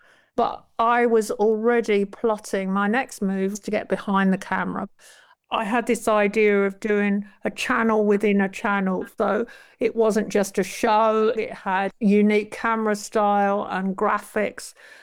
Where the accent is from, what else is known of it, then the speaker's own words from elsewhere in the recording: London, United Kingdom; Well, I grew up in West London